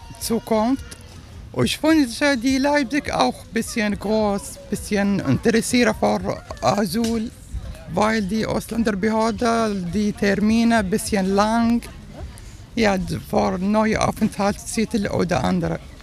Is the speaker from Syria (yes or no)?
yes; Syria; German is a second language; Ich komme aus Syrien.